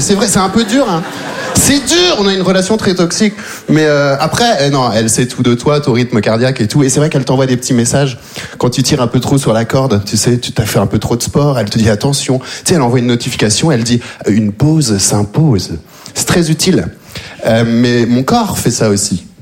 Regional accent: Belgium; Je viens de Belgique, je suis arrivé en Belgique quand j'avais 3 ans. J'ai vécu toute ma vie là-bas.

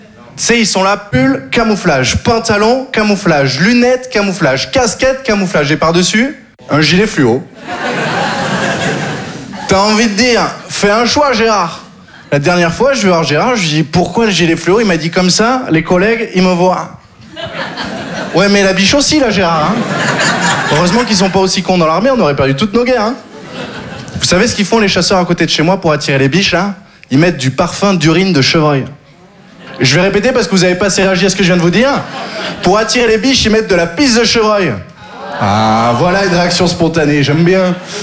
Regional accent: Occitanie, France; Je viens du sud, j'ai grandi dans le Gard. Le Gard, vous connaissez?

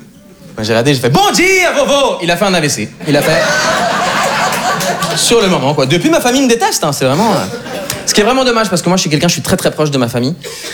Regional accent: Switzerland; moved away; Parce que moi, en fait, je viens de Suisse, donc j'ai traversé l'océan pour les études.

